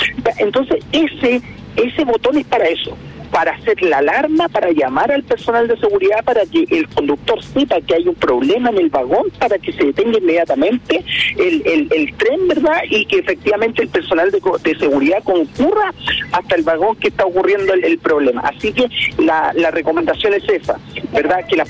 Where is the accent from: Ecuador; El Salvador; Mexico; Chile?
Chile; Viña del Mar, Valparaíso; yo soy de la Quinta Región, soy de Viña del Mar